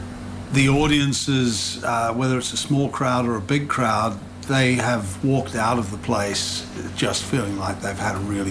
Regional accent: Sydney, New South Wales, Australia; I think when people talk to us, we're telling them that we're Australian. You know, we're all from Sydney

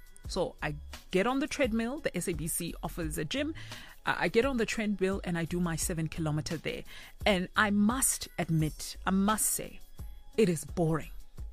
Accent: South Africa; As South African women, we are in hell.

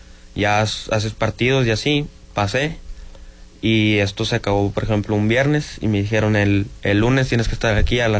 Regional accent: Saltillo, Coahuila, Mexico; also born or lived in Edinburg, Texas; nací en Edinburgh, Texas, porque uh-huh. Pues mis papás quisieron que nazca allá. Y llevo toda mi vida viviendo aquí en Saltillo.

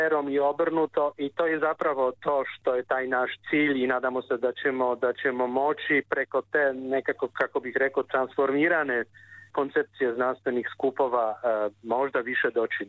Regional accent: Kraków, Lesser Poland, Poland; mi smo obojica iz Krakova

